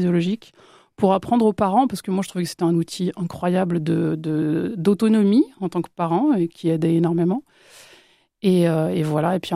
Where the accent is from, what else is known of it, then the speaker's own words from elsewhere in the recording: Barcelona, Catalonia, Spain; also born or lived in Orléans; alors il faut savoir que moi j'ai grandi à Barcelone, donc le décalage Barcelone-Orléans, il a été un petit peu dur pour moi.